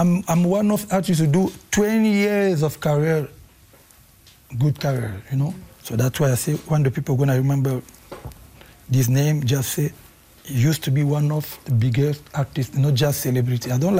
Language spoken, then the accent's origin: English; DR Congo; I'm from Congo, we're supposed to talk for this situation in Congo, but the all Africa